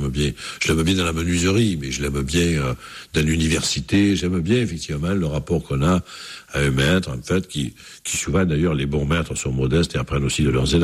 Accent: Marseille, Provence-Alpes-Côte d'Azur, France; Et je n'étais même pas marseillais, j'étais de l'Estac, en fait, j'étais de ce quartier-là.

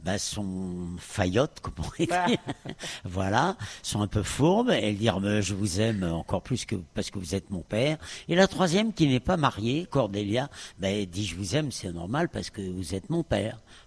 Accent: Paris, Île-de-France, France; born there; De Paris. Moi, je suis parisien au départ.

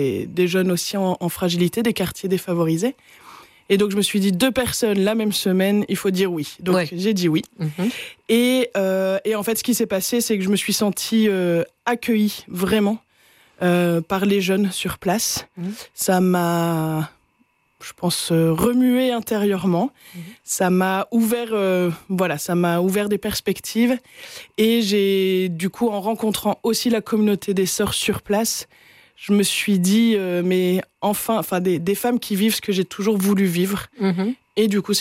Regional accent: Lille, Hauts-de-France, France; je suis originaire de Lille.

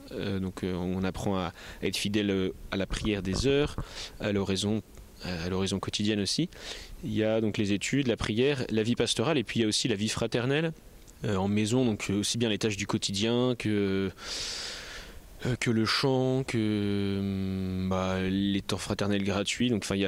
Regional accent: Épernay, Grand Est, France; donc j'ai grandi à Épernay, mais j'ai peu participé à la vie paroissiale et je suis vite parti à l'internat

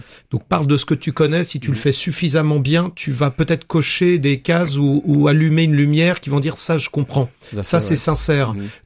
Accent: Rennes, Brittany, France; moi, je suis né à Rennes. Donc, ça fait 48 ans, j'ai passé dans une petite commune de la métropole, mon enfance, ma jeunesse.

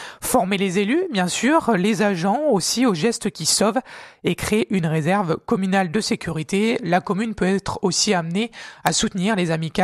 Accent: Provence-Alpes-Côte d'Azur, France; On a pu le constater, hein, ces derniers mois, ces dernières années chez nous en Vaucluse.

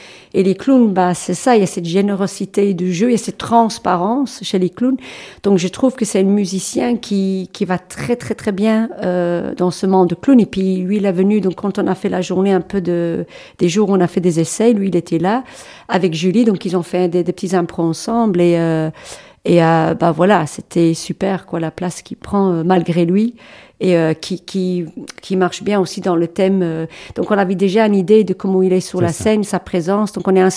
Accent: England, United Kingdom; Bah, moi, je suis anglaise, donc à la base.

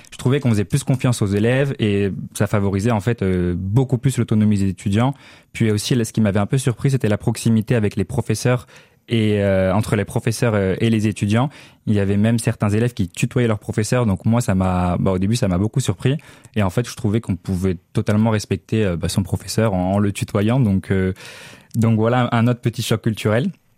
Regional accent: France; Moi, je me présentais à tous les professeurs en disant que j'étais Erasmus, que je venais de France

